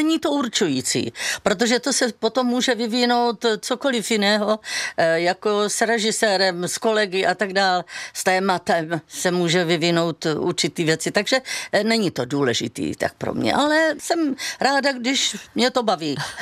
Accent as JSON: {"language": "Czech", "town": "Brno", "region": "South Moravian Region", "country": "Czechia", "tie": "born or raised there", "said": "já prostě jsem sice rodilý Brňák"}